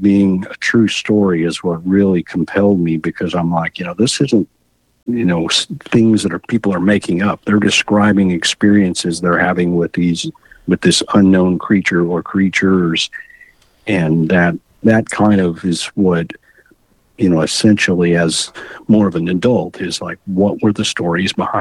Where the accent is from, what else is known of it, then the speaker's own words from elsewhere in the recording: Texas, United States; I was born and raised in Texas.